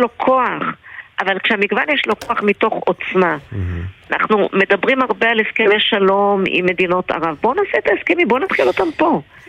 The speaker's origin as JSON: {"language": "Hebrew", "town": "Beit Shemesh", "region": "Jerusalem District", "country": "Israel", "said": "אני שבאה מבית שמש ונמצאת בקריית שמונה"}